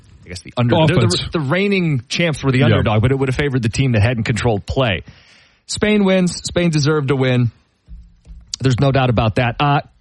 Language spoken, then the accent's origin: English; United States; as an American flying